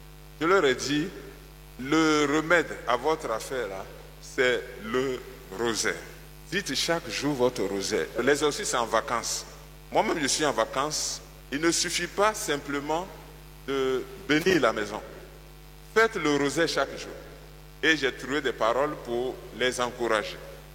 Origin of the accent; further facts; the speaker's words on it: Lagunes, Côte d’Ivoire; moved away; Je suis originaire de la région de Jacquesville.